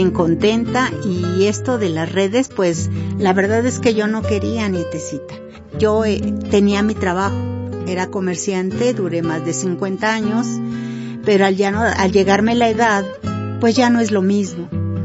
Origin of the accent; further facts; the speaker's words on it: Mexico; por eso yo me siento bien contenta y orgullosa de ser mexicana.